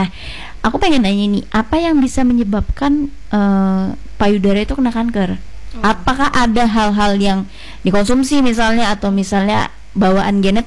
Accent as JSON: {"language": "Indonesian", "region": "Jakarta", "country": "Indonesia", "tie": "born or raised there", "also_born_or_lived": "Medan", "said": "aku juga dari Medan. Tapi aku gak besar di Medan. Aku di Jakarta besarnya."}